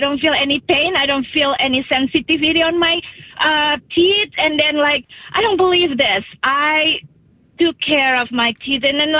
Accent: Indonesia; Oh, I'm from Indonesia, Asia, South Asia.

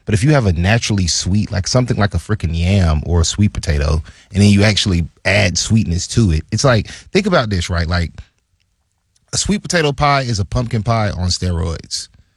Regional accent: the South, United States; Because I'm from the South.

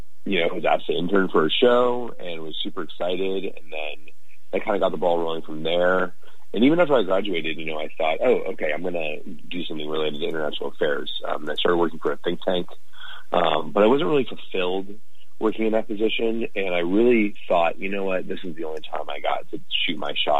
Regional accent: Arlington, Virginia, United States

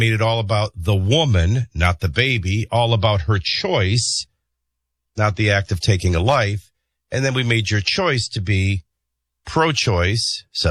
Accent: Chicago, Illinois, United States; Oh, I was saying I grew up in Chicago.

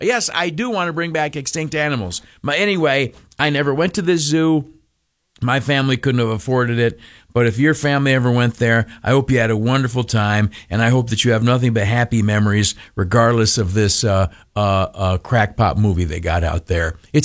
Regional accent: New York, United States; I'm from the Southern Tier. We do everything we can to stay away from New York City, all right?

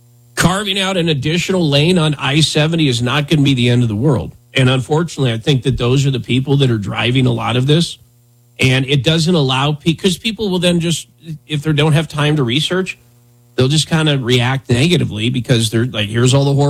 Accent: Wyoming, United States; when I was growing up in Wyoming

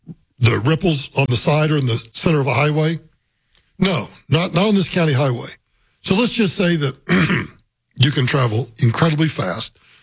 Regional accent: Liberal, Kansas, United States; born or raised there; now in Colorado, United States

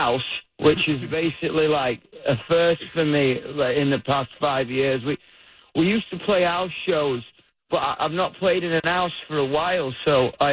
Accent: England, United Kingdom; I'm English, aren't I?

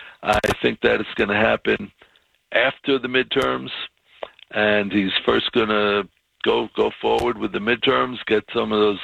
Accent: New York City, New York, United States; I grew up in Brooklyn, Billy. And, you know, the outer boroughs of New York City.

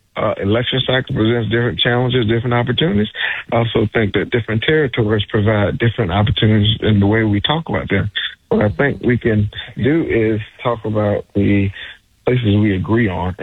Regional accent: South Carolina, United States; my home state of South Carolina

